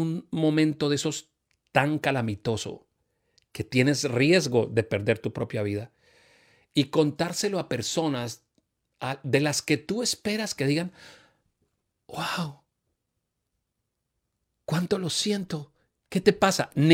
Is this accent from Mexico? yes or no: no; Santander, Colombia; nosotros como colombianos, como santanderianos